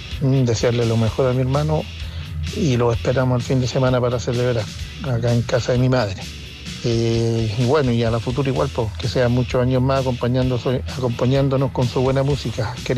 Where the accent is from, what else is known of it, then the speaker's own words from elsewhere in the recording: La Serena, Coquimbo, Chile; soy de acá de La Serena, igual que mi hermano, y estamos próximos a cumplir 57 años